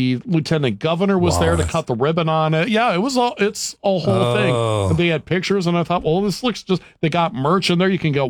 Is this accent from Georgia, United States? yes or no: no; Iowa, United States; Yeah, I'm from Iowa. Casey's General Store, I think, started in Iowa.